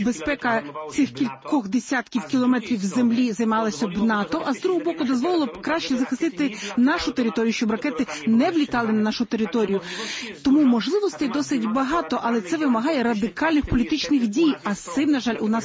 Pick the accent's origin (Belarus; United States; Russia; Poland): Poland; ми, поляки